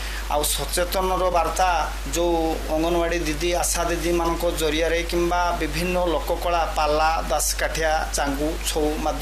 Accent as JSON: {"language": "Odia", "town": "Digarestia", "region": "Odisha", "country": "India", "tie": "born or raised there", "said": "ଆମ ଗାଁ ହଉଛି ଦିଗାରେସ୍ତିଆ, ଗ୍ରାମ ପଞ୍ଚାୟତ ଗୌରମା ଏବଂ ବ୍ଲକ ହଉଛି କୁଳିଅଣା।"}